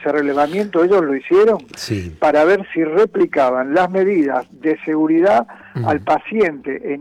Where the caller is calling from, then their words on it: Buenos Aires, Argentina; Villa Santa Rita.